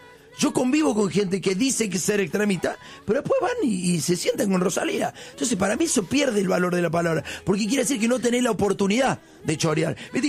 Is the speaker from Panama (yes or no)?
no; Argentina; Es lo mismo, eso somos los argentinos, me jode.